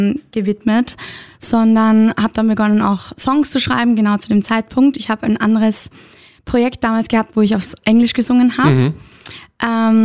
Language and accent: German; Austria; born there; Ich bin in Österreich geboren.